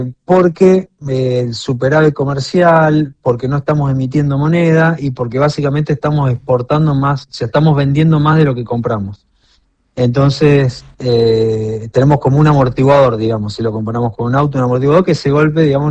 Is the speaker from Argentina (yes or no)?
yes; Argentina; Nosotros en Argentina